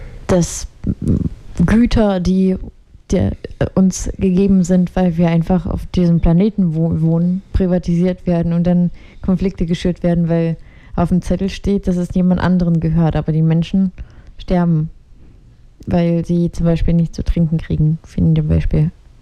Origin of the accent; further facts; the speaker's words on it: Ukraine; moved away; denn ich bin aus der Ukraine